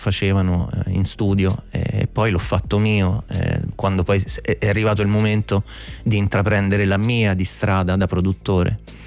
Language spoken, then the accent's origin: Italian; Apulia, Italy; io sono pugliese e questa è la ragione per cui questo lavoro si orienta poi sul folk e sul, diciamo, va a recuperare le origini della taranta, della pizzica, che sono tutte musiche con cui io sono cresciuto da piccolo.